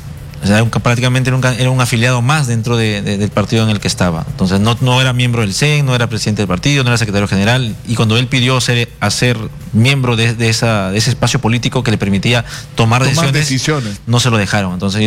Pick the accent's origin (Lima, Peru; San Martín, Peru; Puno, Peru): Lima, Peru; Mi mamá llegó de Ayacucho, somos de ahí, yo he nacido y he crecido ahí hasta casi los 20 años antes de salir a estudiar al extranjero.